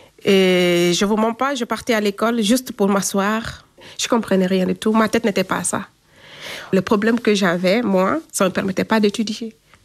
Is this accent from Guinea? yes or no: yes; Guinea